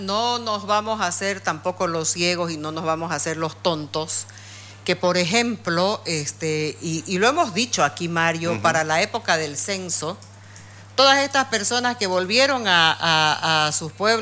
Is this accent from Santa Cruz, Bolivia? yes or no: yes; Santa Cruz de la Sierra, Santa Cruz, Bolivia; Orgullosamente, Camba, Kurumi, como quieran decirme. No me importa, soy de Santa Cruz y amo mi tierra.